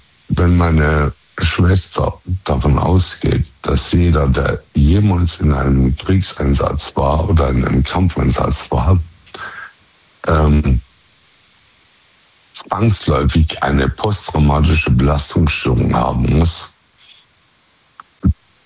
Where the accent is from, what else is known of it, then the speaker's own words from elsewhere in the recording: Baden-Württemberg, Germany; Ich komme aus der Ecke von Karlsruhe.